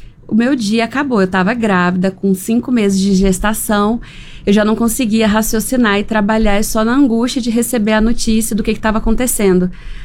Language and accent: Portuguese; Brasília, Federal District, Brazil; moved away as an adult; now in Belo Horizonte, Brazil; eu sou de Brasília e eu estava aqui em Belo Horizonte.